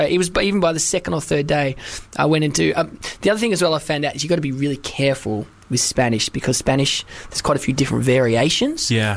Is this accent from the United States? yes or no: no; United Kingdom; born there; I was born in Britain